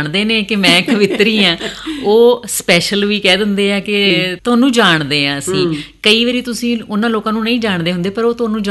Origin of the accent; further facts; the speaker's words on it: Sultanpur Lodhi, Punjab, India; born there; also born or lived in Ludhiana / England; ਮੁੱਢਲੀ ਸਿੱਖਿਆ ਪਿੰਡ ਹੈਬਤਪੁਰ ਦੇ ਮਿਡਲ ਸਕੂਲ ਤੋਂ ਮੈਂ ਮੁੱਢਲੀ ਸਿੱਖਿਆ ਲਈ, ਫਿਰ ਹਾਈ ਸਕੂਲ ਜਿਹੜਾ ਉਹ ਸੁਲਤਾਨਪੁਰ ਲੋਧੀ ਤੋਂ ਹੋਇਆ